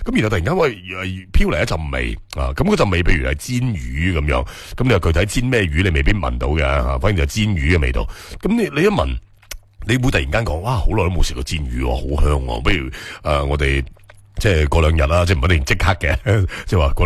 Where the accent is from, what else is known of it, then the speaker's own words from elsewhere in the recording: Guangdong, China; 我哋广东人有几多个唔识煲汤嘅